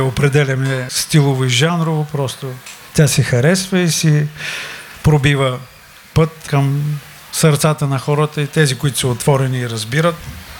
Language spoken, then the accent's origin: Bulgarian; Haskovo, Haskovo Province, Bulgaria; now in Sofia, Bulgaria; Много се радвам, че ще имам възможност да посвиря в моя роден град.